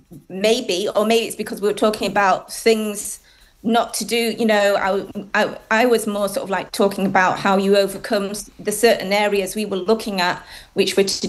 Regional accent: Barnsley, Yorkshire and the Humber, United Kingdom; I was in my early 20s and I was pretty desperate growing up in Barnsley.

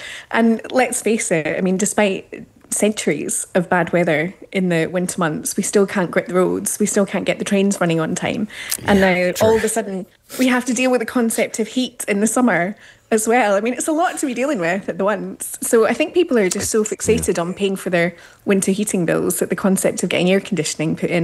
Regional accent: Australia; now in United Kingdom; I grew up in Australia as well, so I'm not unused to the heat.

